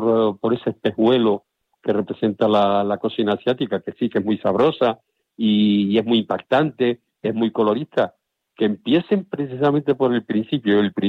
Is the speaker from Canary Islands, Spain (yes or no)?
yes; Santa Cruz de Tenerife, Canary Islands, Spain; Somos chicharreros porque somos de Santa Cruz